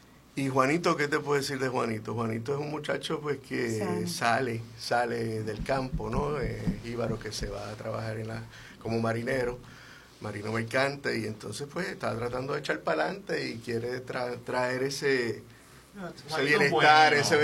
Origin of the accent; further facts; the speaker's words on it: Puerto Rico; also born or lived in Ponce; realmente me crié entre Guánica y Rincón, así que, y Mayagüez.